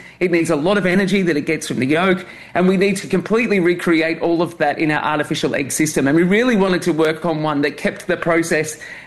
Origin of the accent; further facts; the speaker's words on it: Australia; my home country of Australia